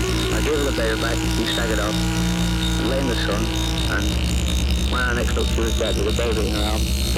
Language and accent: English; United Kingdom; but I'm a British soldier